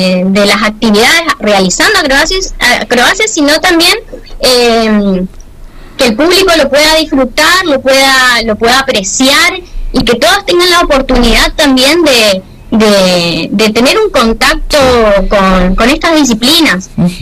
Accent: Jardín América, Misiones, Argentina; la ciudad de Jardín América, de donde soy oriunda. Y bueno, hace 2 años más o menos estoy desarrollando las actividades también en mi ciudad.

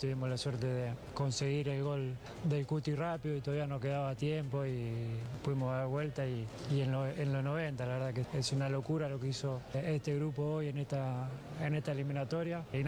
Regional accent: Argentina; demuestra cada día lo que somos como argentinos, el orgullo que nos da y nada, muy feliz.

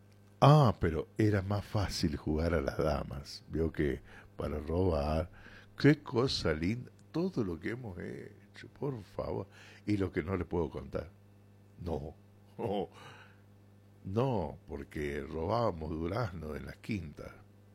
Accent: Córdoba, Argentina; moved away; Yo crecí, claro, en Córdoba

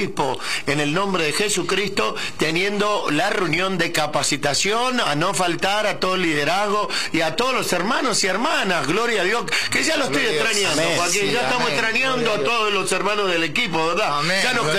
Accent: Argentina; Estamos orando por nuestra Argentina querida, nuestro país, somos bien argentinos, orando por nuestro país

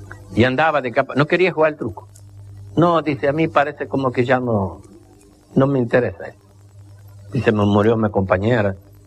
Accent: Chaco, Argentina; Yo soy de una localidad del Chaco donde hay un crisol de raza.

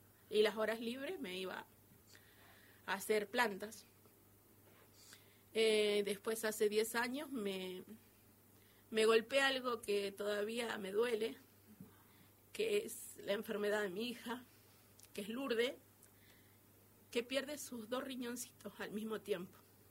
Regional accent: Cachi, Salta, Argentina; now in Salta, Argentina; Viven mis suegros, mi mamá, mi papá, mis hermanos, están toda la familia está allá. Me vine, ya 24 años que vivo acá en Salta.

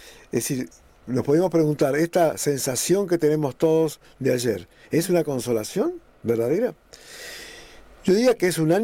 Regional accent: Argentina; como argentino nos ayuda mucho este tipo de experiencias

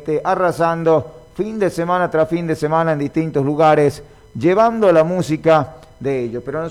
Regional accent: Chaco, Argentina; yo vengo del Chaco, sí señores, vengo del campo

